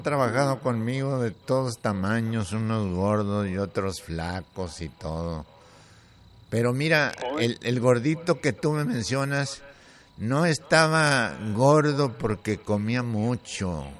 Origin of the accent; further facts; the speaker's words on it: Tlaltenango, Zacatecas, Mexico; moved away; Ahora que me voy a tomar unos días para ir a mi pueblo. Voy a ir a Tlaltenango, Zacatecas.